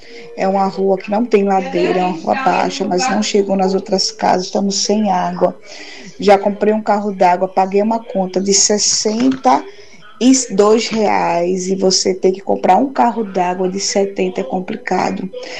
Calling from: Pernambuco, Brazil; sou aqui de Lagoa Redonda

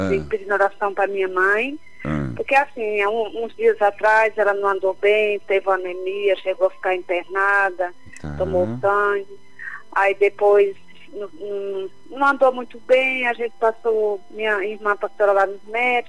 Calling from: São Paulo, Brazil; É de São Paulo.

